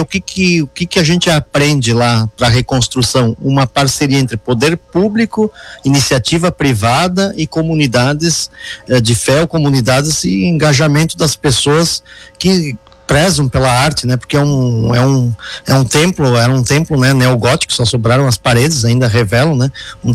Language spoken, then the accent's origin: Portuguese; Flores da Cunha, Rio Grande do Sul, Brazil; moved away; also born or lived in São Marcos; não fui batizado lá, porque no período meu pai saiu de Flores da Cunha e foi trabalhar uns anos em São Marcos, então eu nasci em São Marcos e fui batizado em São Marcos, mas com 2 anos de idade eu já tinha retornado a Flores da Cunha